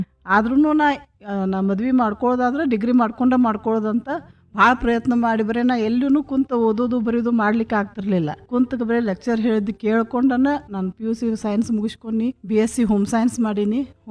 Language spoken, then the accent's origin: Kannada; Munavalli, Karnataka, India; now in Belagavi, India; ನಾನು ಹುಟ್ಟಿ ಬೆಳೆದದ್ದು ಒಂದು ಹಳ್ಳಿ ವಾತಾವರಣದಲ್ಲಿ. ಆ ಹಳ್ಳಿಯಲ್ಲಿ ಕೇವಲ 10,000 ಜನ ಇರುವಂತ ಒಂದು ಹಳ್ಳಿ. ಆ ಹಳ್ಳಿ ಒಳಗಿನ ವಾತಾವರಣ ಈಗೂ ಅದು ಒಂಥರ ಕನಸು. ಈಗ ಆ ಊರಿಗೆ ಹೋದ್ರೆ ನನಗದು ಕಾಣೋದಿಲ್ಲ ಆ ಮುನ್ವಳ್ಳಿ.